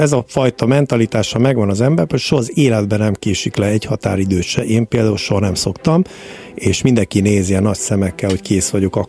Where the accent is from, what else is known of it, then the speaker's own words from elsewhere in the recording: Hungary; moved away; also born or lived in United States; én Magyarországra születtem, magyar vagyok, és ezt senki nem tudja elvenni tőlem. Viszont én nagyon sokat töltöttem Amerikában is